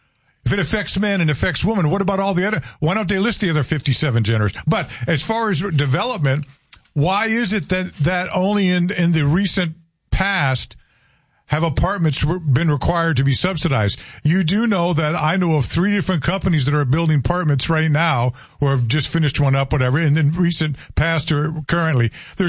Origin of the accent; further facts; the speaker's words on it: United States; nothing personal against any, but I'm an American.